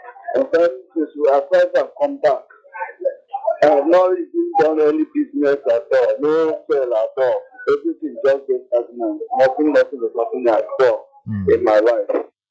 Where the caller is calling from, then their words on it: Alaba, Ojo, Lagos, Nigeria; I'm calling from Aja Alaba. And okay.